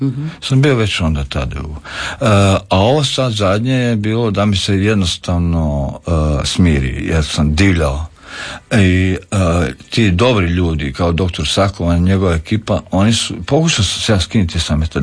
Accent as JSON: {"language": "Croatian", "town": "Vinkovci", "region": "Vukovar-Srijem County", "country": "Croatia", "moved": "yes"}